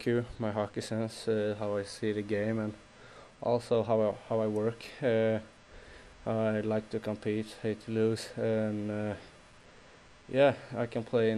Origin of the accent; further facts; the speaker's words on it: Västra Götaland, Sweden; My hometown is pretty close to Gothenburg, so even since I started to play, like, Frölunda's always been my team.